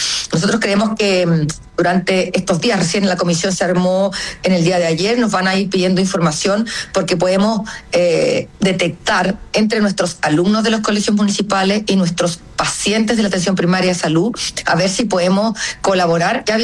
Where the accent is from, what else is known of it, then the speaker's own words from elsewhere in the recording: Chile; afectan al alma de nosotros como chilenos, como país.